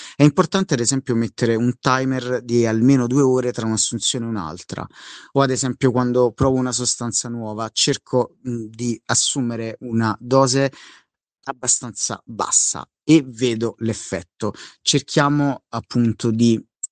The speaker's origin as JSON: {"language": "Italian", "town": "Rome", "region": "Lazio", "country": "Italy", "said": "mi chiamo … ho 33 anni e vengo da Roma."}